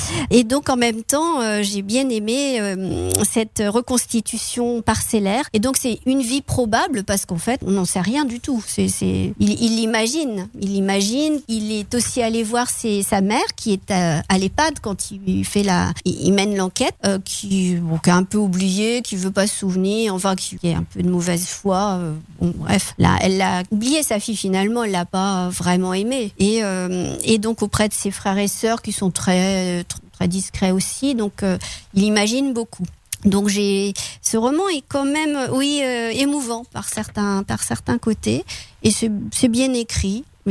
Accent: Charleville-Mézières, Grand Est, France; je suis originaire de Charleville

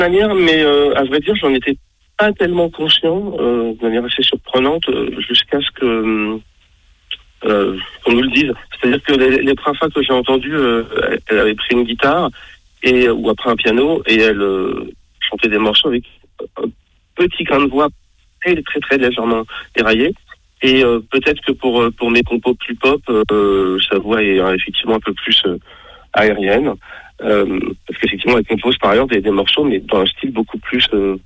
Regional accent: Sarcelles, Île-de-France, France; Sarcelles, ma ville natale

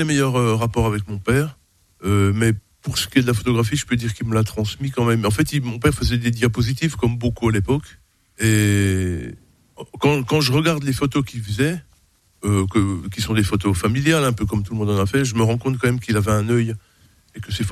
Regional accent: Montbéliard, Bourgogne-Franche-Comté, France; moved away as an adult; now in Besançon, France; je suis né à Montbéliard, mais je me sens byzantin beaucoup plus que montbéliardais. Ça fait un petit moment quand même que je suis ici maintenant.

